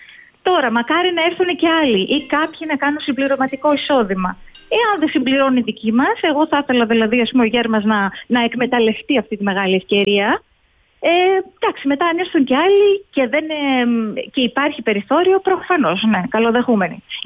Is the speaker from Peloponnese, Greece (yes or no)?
yes; Argos, Peloponnese, Greece; να αντιπροσωπεύσω τον τόπο μου, εντάξει, όλο τον τόπο μου του Άργους, γιατί με ιδιαίτερη αδυναμία στα χωριά